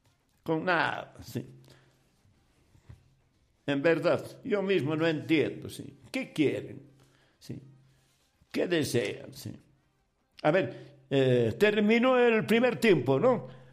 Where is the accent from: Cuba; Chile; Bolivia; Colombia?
Bolivia; born there; Soy de Muyuquiri, sí. Ahí nací, pero Muyuquiri pertenece a Bolivia, sí.